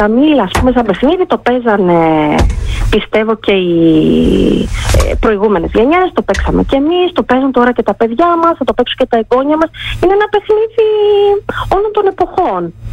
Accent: Iraklitsa, Eastern Macedonia and Thrace, Greece; στο πατρικό μου, στη πατρίδα μου, στην Ερακλήτσα Καβάλας.

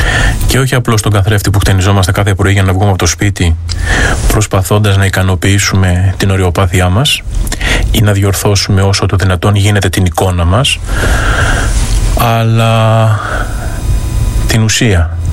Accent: Greece; Εμείς ως Έλληνες

